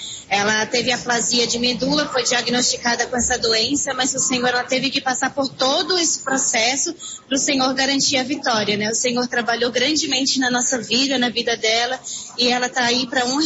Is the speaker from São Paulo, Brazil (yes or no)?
no; Florianópolis, Santa Catarina, Brazil; now in Curitiba, Brazil